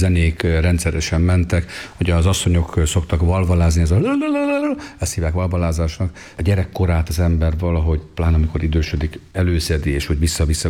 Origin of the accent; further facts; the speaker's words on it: Aszód, Pest, Hungary; also born or lived in Békéscsaba / Libya; Tehát mind a hárman testvérek Békéscsabán születtünk, de Aszódon nőttem fel, ott jártam általános iskolába, ott érettségiztem, volt egy 4 éves időszak, amikor 1980-84 között mi Líbiában éltünk